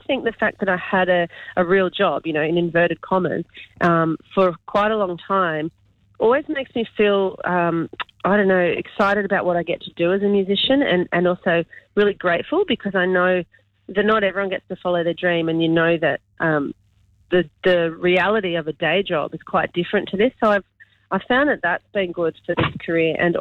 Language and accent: English; Mascot, New South Wales, Australia; I grew up in Mascot, right under the flight path, and followed a path to Tamworth back in 2004